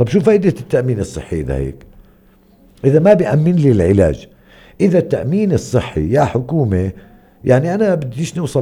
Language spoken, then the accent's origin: Arabic; West Bank, Palestine; عندنا في الضفة